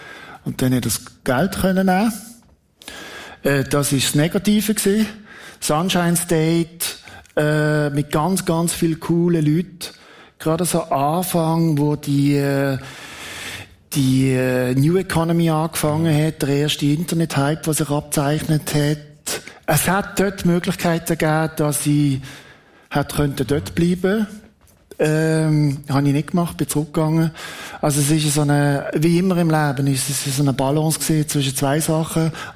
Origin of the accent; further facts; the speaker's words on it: Switzerland; Und dann gesagt, ich bin Schweizer, ich bin neutral, ich laufe jetzt da rein.